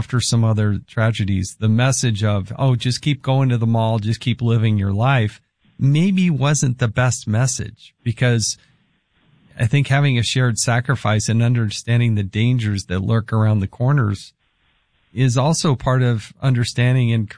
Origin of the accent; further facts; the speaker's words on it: Utah, United States; I'm from Utah.